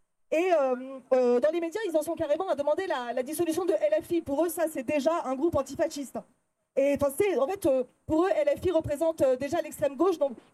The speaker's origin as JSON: {"language": "French", "town": "Lyon", "region": "Auvergne-Rhône-Alpes", "country": "France", "said": "moi je suis de Lyon"}